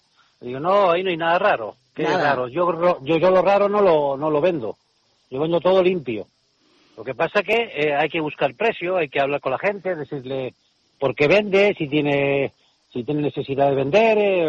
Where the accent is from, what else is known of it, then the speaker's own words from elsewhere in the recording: Tenerife, Canary Islands, Spain; moved away as an adult; now in Galicia, Spain; Yo soy de Tenerife, soy canario.